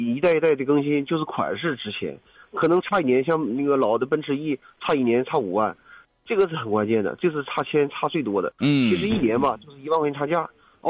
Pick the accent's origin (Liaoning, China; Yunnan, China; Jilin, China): Yunnan, China; 我家这块儿，我们云南这边，我家这块儿哈，